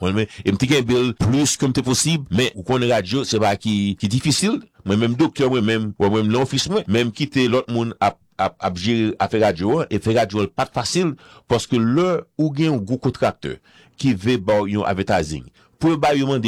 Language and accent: French; Haiti; now in United States; Ici aux États-Unis. On est haïtien, moi-même